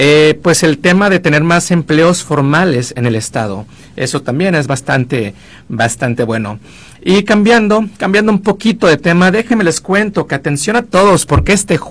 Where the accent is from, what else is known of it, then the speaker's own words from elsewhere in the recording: San Ignacio, Sinaloa, Mexico; yo que soy de San Ignacio